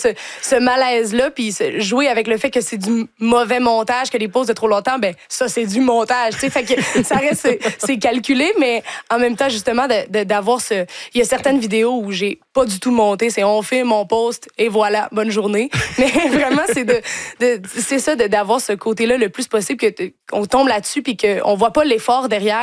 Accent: Quebec City, Quebec, Canada; now in Montreal, Canada; Là, t'sais, moi, je viens de Québec, j'ai vu un petit peu des gens comme ça, puis je suis dans Hochelaga aussi

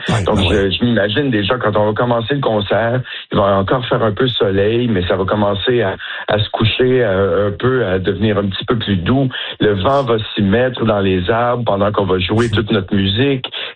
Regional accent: Montreal, Quebec, Canada; Et je suis pas sûr qu'on le réalise tout le temps en tant que Montréalais, combien ces événements-là peuvent pas nécessairement avoir lieu dans toutes les villes du monde.

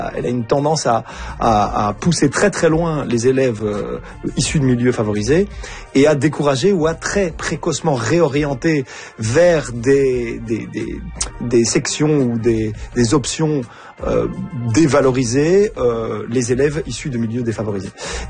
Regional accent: Belgium; Et donc on s'est demandé pourquoi c'était pire chez nous en Belgique et en France que partout ailleurs

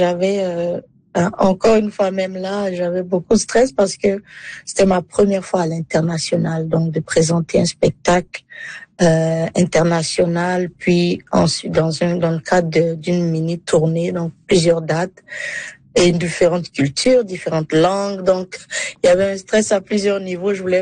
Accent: Côte d’Ivoire; born there; Donc, moi, je suis née en Côte d'Ivoire, originaire, qui est l'Afrique de l'Ouest.

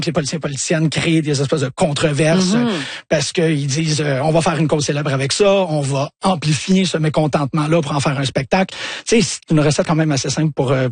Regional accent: Montreal, Quebec, Canada; Mon premier souvenir d'une librairie, c'est quand j'étais jeune, ici à Montréal, sur Sainte-Catherine, il y a une librairie qui s'appelait Argo, en fait, elle a déménagé maintenant. Mais elle était juste à côté de chez nous.

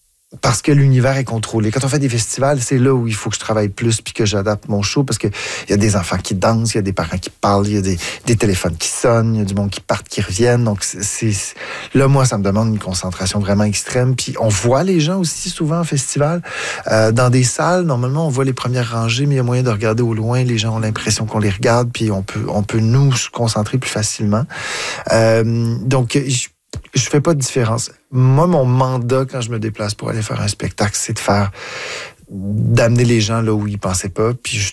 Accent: Ottawa, Ontario, Canada; J'ai grandi à Ottawa

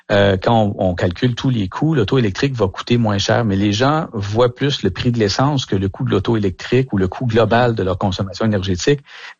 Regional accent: Canada; mais aussi chez nous au Canada

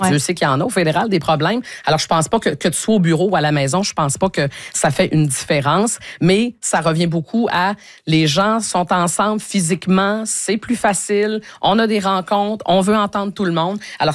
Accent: Canada; chez nous au Canada

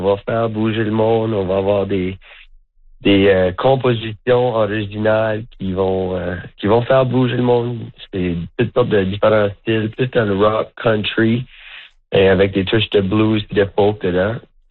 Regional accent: Fall River, Nova Scotia, Canada; En grandissant en Nouvelle-Écosse, je peux vous avouer que mon exposition à la musique francophone était très limitée. J'habitais dans une communauté anglophone à Fall River, Nouvelle-Écosse

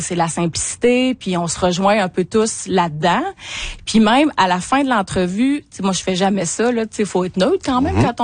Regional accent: Quebec, Canada; moi, je viens de la Côte-Nord.

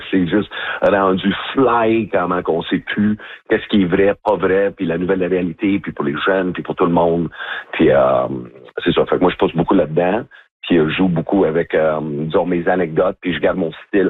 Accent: Ontario, Canada; Puis en plus, tu sais, j'ai grandi un peu en Ontario quand j'étais plus jeune.

